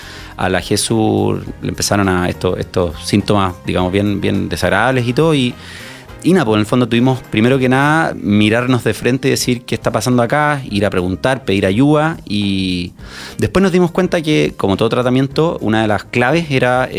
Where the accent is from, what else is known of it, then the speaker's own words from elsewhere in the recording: Santiago, Santiago Metropolitan Region, Chile; yo por el fondo vengo de Santiago, ciudad grande, todo pasando